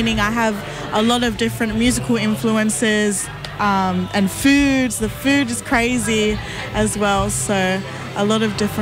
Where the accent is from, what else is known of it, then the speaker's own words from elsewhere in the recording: Campbelltown, New South Wales, Australia; I was born and raised on Darul Land out Campbelltown, Sydney, Australia. And I'm a proud Gamilaroi woman.